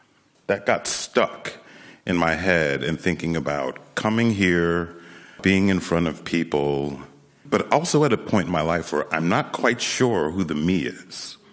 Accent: Rochester, New York, United States; Born and raised in Rochester, New York.

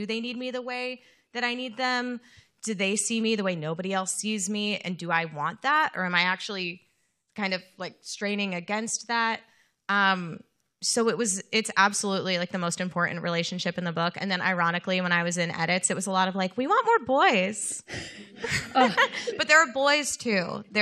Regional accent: New Jersey, United States; I'm from New Jersey, and you cannot get directly to New Jersey on the Retro Metro.

